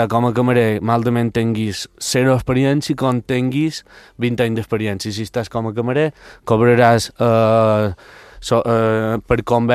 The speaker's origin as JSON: {"language": "Catalan", "region": "Balearic Islands", "country": "Spain", "said": "Sí, jo xerro italià, no t'he dit perfecte, però molta gent, ostres, i de què part d'italià era? No, jo soc mallorquí"}